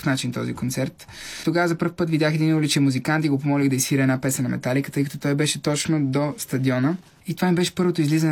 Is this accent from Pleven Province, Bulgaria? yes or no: yes; Pleven, Pleven Province, Bulgaria; Да, аз съм от Плевен, имах едно прекрасно, прекрасно детство, благодарение на моето семейство.